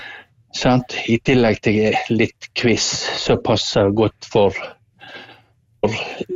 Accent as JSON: {"language": "Norwegian", "area": "Osterøy", "region": "Vestland", "country": "Norway", "tie": "born or raised there", "said": "Du, jeg befinner meg på Osterøy. Jeg er født og oppvokst og bor på Osterøy."}